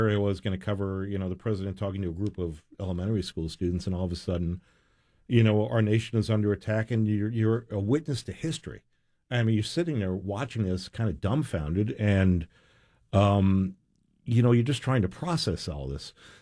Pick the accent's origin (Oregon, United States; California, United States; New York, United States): New York, United States; New York City; born there; So I was born in New York.